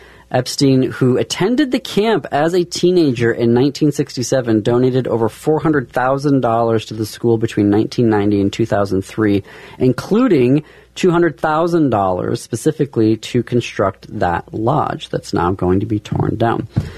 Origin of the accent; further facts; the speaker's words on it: Michigan, United States; So I grew up in Northwest Lower Michigan, and for those from that area, or you may know this area specifically for the Interlochen Center for the Arts.